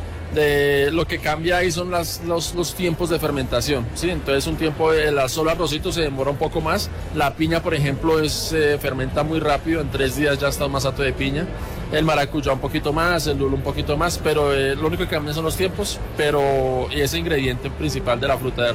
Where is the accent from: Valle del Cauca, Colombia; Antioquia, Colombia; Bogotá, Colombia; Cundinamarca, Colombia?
Bogotá, Colombia; Mi papá tiene herencia caldense y soy Rolo por parte de mamá, pero yo soy nacido aquí en Bogotá, amo Bogotá.